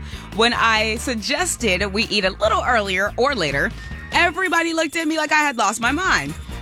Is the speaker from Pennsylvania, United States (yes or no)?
no; Detroit, Michigan, United States; I'm born and raised in Detroit.